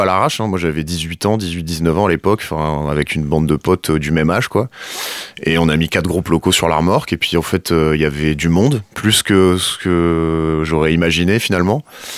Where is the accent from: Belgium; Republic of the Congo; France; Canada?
France; Bourlon, Hauts-de-France; born or raised there